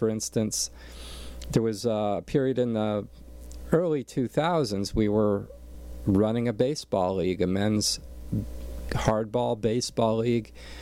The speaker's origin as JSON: {"language": "English", "town": "Allentown", "region": "Pennsylvania", "country": "United States", "tie": "born there", "said": "For instance, yeah, I was born back in Allentown"}